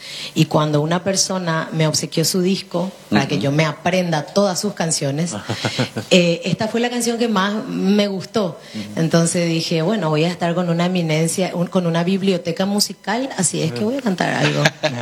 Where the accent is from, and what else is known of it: Paraguay